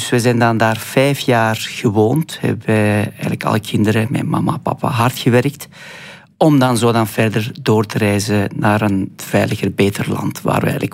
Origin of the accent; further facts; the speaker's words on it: Afghanistan; Dutch is a second language; now in Belgium; Ja, natuurlijk. Ik ben in Afghanistan geboren, dus ik ben Belg onder.